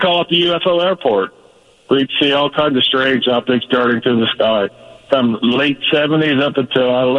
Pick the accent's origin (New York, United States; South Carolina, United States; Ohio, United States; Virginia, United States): Ohio, United States; Chillicothe; moved away as an adult; now in Utah, United States; I grew up in Southern Ohio, right there, little town with Chillicothe